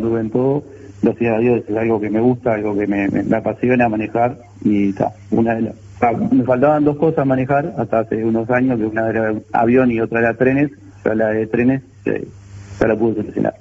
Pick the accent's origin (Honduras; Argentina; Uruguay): Uruguay; Mercedes, Soriano; moved away as an adult; now in Montevideo, Uruguay; Nacido y criado en Mercedes, hasta los 19 estuve en Mercedes, y por ahora tengo toda la familia en Mercedes. Yo ya estoy radicado con mi familia, mi señora y mis hijos acá en Montevideo, pero el resto de la familia sigue estando en Mercedes